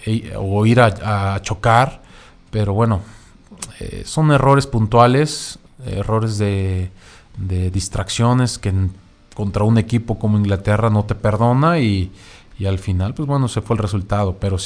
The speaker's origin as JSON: {"language": "Spanish", "country": "Mexico", "said": "todo lo que queremos como mexicanos aficionados"}